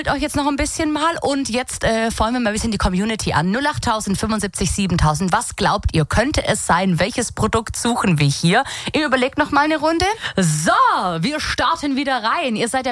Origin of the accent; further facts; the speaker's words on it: Leutenbach, Baden-Württemberg, Germany; Ah, ja, Leuchtenbach, das ist mein Ort, mein Heimatort und da kommt die Tanja her